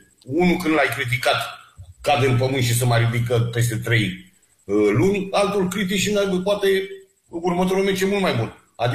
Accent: Romania; Noi suntem români și avem în ADN lucrul ăsta.

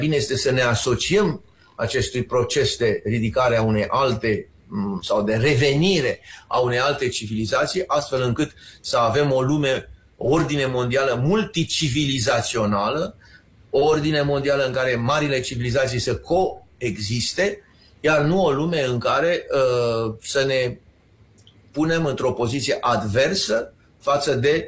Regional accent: Romania; și noi ca români

